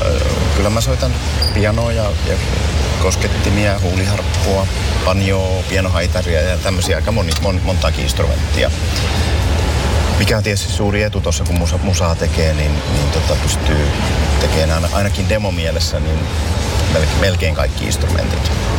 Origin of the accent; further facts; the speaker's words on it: Tampere, Pirkanmaa, Finland; also born or lived in Ylöjärvi; mä olen siis Tampereelta kotoisin ja Ylöjärvellä vaikuttanut suurimman osan elämästäni